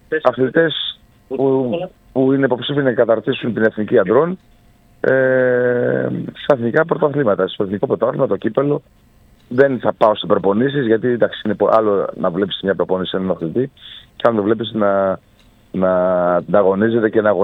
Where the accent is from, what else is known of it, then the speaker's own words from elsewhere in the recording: Volos, Thessaly, Greece; moved away; Είμαι πολύ περήφανος που είμαι κατάγομαι το Βόλο.